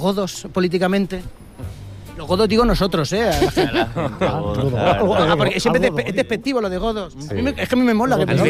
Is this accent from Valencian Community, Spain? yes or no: no; Barcelona, Catalonia, Spain; Jo sóc del Bon Pastor.